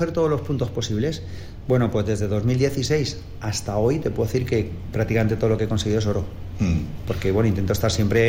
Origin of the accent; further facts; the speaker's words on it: Villanueva del Arzobispo, Andalusia, Spain; born there; Yo nací en Andalucía, en un pueblecito de Jaén.